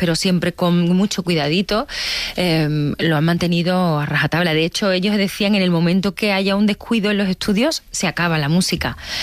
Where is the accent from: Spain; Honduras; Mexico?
Spain; Coria, Extremadura; en un concierto que yo hice hace como 3 años en mi pueblo, en Coria, yo no había cantado, a excepción de en las ferias de pequeña, ¿no?